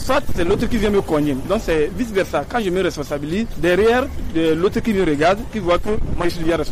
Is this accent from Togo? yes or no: yes; Togo; Nous sommes tous des Togolais.